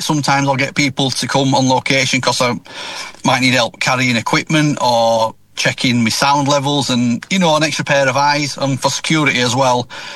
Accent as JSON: {"language": "English", "town": "Thornhill Lees", "region": "Yorkshire and the Humber", "country": "United Kingdom", "tie": "born or raised there", "said": "And with growing up in Thornhill Lees, I started there, really. I mean, the park behind the house where I grew up used to be a kiln and bottle factory."}